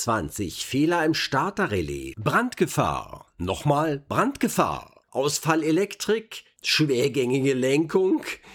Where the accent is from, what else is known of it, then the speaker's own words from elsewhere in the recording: Berlin, Germany; weil Gott sei Dank ganz viele Menschen von außen kommen und uns emotional das Leben als Berliner ein bisschen erleichtern.